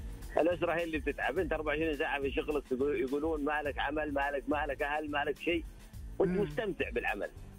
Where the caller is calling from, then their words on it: Riyadh, Riyadh Province, Saudi Arabia; من الرياض